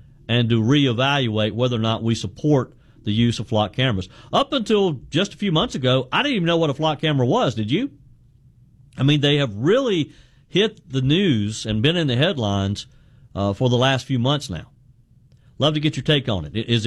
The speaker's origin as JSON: {"language": "English", "region": "South Carolina", "country": "United States", "said": "A county here in my home state of South Carolina, Oconee County, their county council has voted to remove them from the county."}